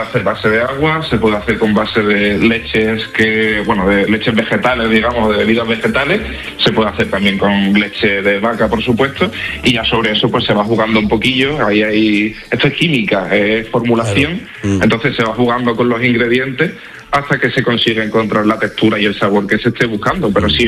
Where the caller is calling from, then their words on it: Seville, Andalusia, Spain; Nosotros lo hicimos aquí en Sevilla.